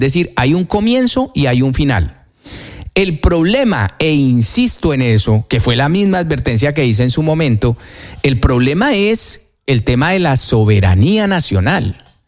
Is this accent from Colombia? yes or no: yes; Colombia; moved away; si tengo algún día pensado en que me quiero regresar, en que me quiero establecer en mi país